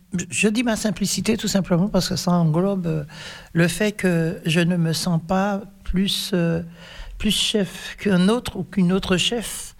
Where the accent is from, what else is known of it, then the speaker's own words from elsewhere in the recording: Saint-Pierre, Martinique; Je suis originaire de la Martinique, de la commune de Saint-Pierre